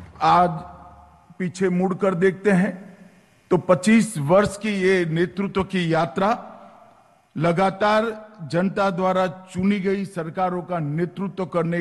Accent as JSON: {"language": "Hindi", "region": "Gujarat", "country": "India", "said": "मैं गुजरात से आता हूं"}